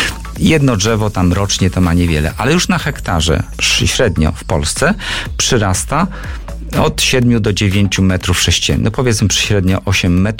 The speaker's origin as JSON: {"language": "Polish", "region": "Warmian-Masurian Voivodeship", "country": "Poland", "said": "co u nas na Mazurach jest bardzo popularne, na Warmii również. Ja sam mam piec na drewno i palę drewnem, ogrzewam cały dom drewnem."}